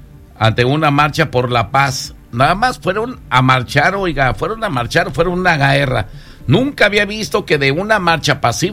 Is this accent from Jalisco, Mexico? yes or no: yes; Ciudad Guzmán, Jalisco, Mexico; moved away; en mi pueblo, allá en Ciudad Guzmán, Jalisco